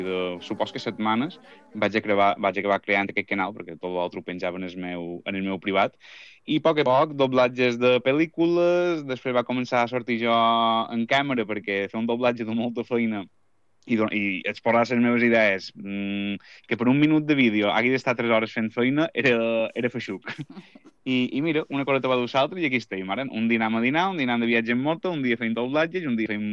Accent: Sineu, Balearic Islands, Spain; Jo soc de Sineu. La meva mare és Llongueta, de Santa Catalina, i mon pare és de Zamora. I jo he nascut i m'he criat i visc encara dia d'avui a Sineu.

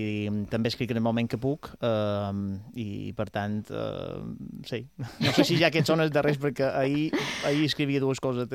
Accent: Palma, Balearic Islands, Spain; a Son Cotoner, nostre barri, nosaltres som de Palma

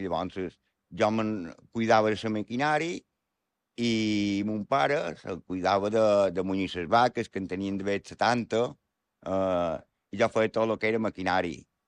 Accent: Petra, Balearic Islands, Spain; born there; Mon pare i ma mare van néixer a Petra, el meu germà va néixer a Petra, jo vaig néixer a Petra, i llavors varen, com he dit antes, varen venir quan jo tenia 2 anys aquí a la pagesia

